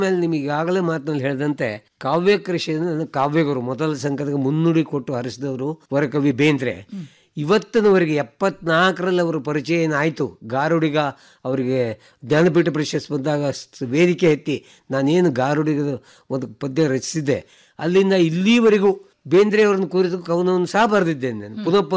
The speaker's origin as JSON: {"language": "Kannada", "region": "Karnataka", "country": "India", "tie": "born or raised there", "said": "ನಾನು ಮಲೆನಾಡಿನಲ್ಲಿ ಹುಟ್ಟಿ ಬೆಳೆದಂಥ ವ್ಯಕ್ತಿ"}